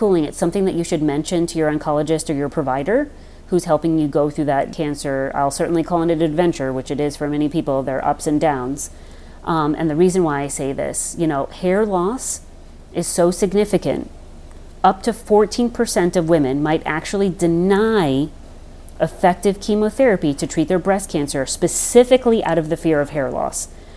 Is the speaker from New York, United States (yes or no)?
yes; New York, United States; And also being in the New York area, a lot of people don't realize that growing up on Long Island and in the tri-state area, there can be a higher risk of breast cancer